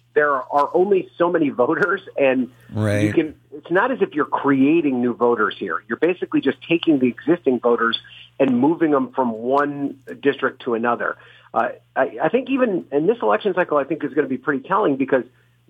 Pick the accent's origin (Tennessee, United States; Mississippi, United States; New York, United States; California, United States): New York, United States; my home state, New York